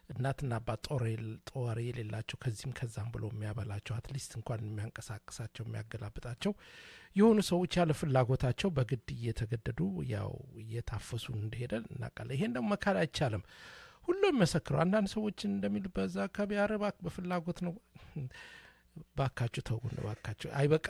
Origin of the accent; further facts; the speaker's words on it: Dire Dawa, Ethiopia; ማንም ሰው እኔ ድሬዳዋ ተወልጄ ያደኩል ጊዜ ነው ማለት አይደለም